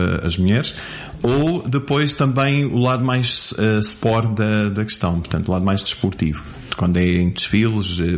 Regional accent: Rocio, Portugal; born there; Portanto, eu nasci no Rocio, em casa dos meus avós.

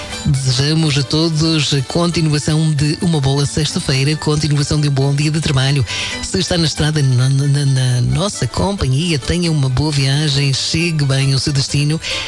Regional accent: São Jorge Island, Azores, Portugal; now in California, United States; toda a minha família e amizades nos Açores, em especial na minha terra, Ilha de São Jorge.

